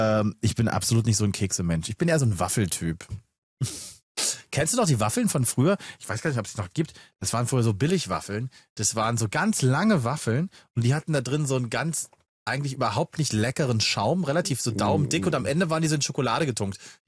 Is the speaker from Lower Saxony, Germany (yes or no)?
no; Magdeburg, Saxony-Anhalt, Germany; now in Cologne, Germany; auch nicht in meinem Heimatort